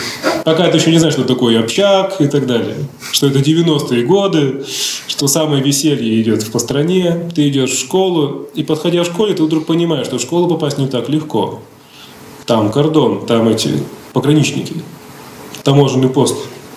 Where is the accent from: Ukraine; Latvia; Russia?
Russia; Komsomolsk-on-Amur, Khabarovsk Krai; Я вырос в Комсомольске-на-Амуре.